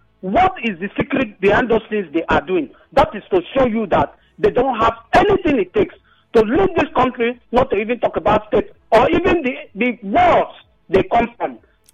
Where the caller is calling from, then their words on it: Bori, Rivers, Nigeria; I'm calling from Bori in Kana local government.